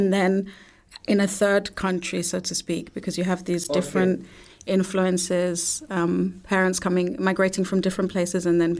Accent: London, United Kingdom; So I grew up in the UK. I grew up in London. Mm-hmm. I was born in London. My mom is from Austria. My dad is from Nigeria, is Igbo.

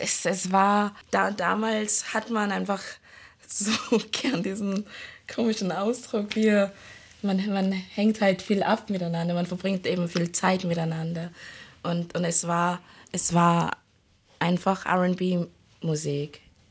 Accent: Vienna, Austria; ich bin in Wien aufgewachsen.

